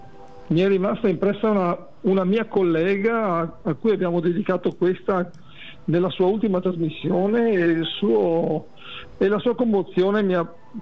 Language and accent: Italian; Padua, Veneto, Italy; born there; io sono padovano pure.